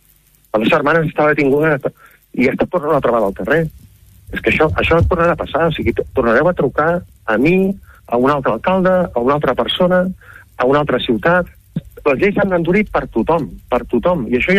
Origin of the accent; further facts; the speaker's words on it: Manresa, Catalonia, Spain; jo, de fet, he nascut, he estudiat, m'he criat a Manresa